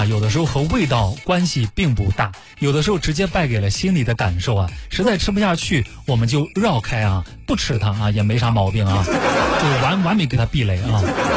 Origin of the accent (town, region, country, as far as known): Xuzhou, Jiangsu, China